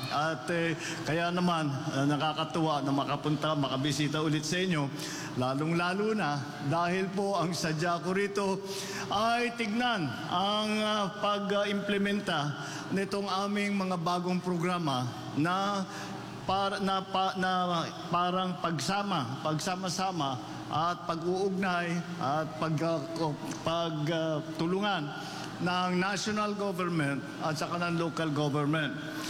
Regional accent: Ilocos Region, Philippines; nung naging gobernador po ako ng 9 na taon doon sa amin sa Ilocos Norte

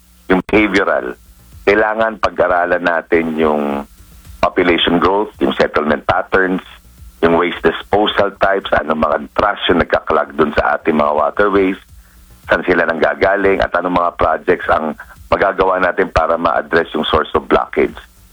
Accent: Parañaque, Metro Manila, Philippines; sa amin sa Paranaque, asinan to eh, before.

